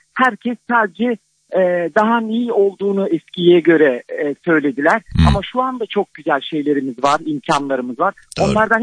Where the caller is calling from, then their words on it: Balıkesir, Turkey; Balıkesirliyim, şu an tatildeyiz.